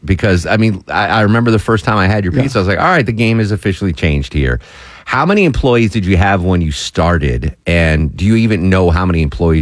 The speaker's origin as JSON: {"language": "English", "town": "New Haven", "region": "Connecticut", "country": "United States", "moved": "yes", "said": "my parents live in Connecticut. I'm from Connecticut. New Haven, the pizza capital of the world, some say."}